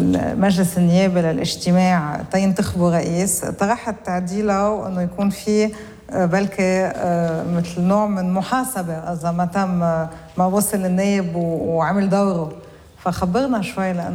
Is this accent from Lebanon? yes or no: yes; Lebanon